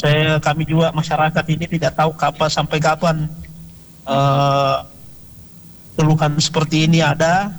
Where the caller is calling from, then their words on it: Polewali Mandar, West Sulawesi, Indonesia; di Polewali Mandar.